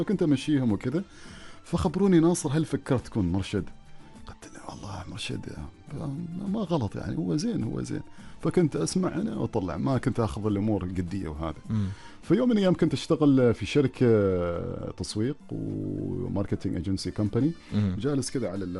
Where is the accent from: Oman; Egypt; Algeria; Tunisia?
Oman; نحن كعمانيين يعني ما شاء الله كل حد ترى يحاول يدور شيء جديد.